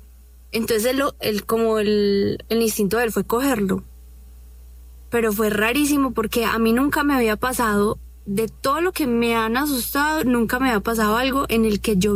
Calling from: Armenia, Quindío, Colombia; Desde Armenia.

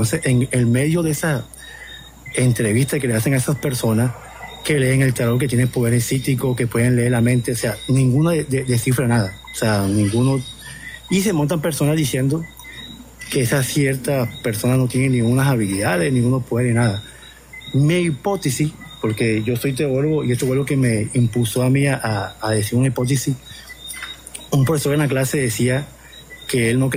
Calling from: Barranquilla, Atlántico, Colombia; Desde la ciudad de Barranquilla.

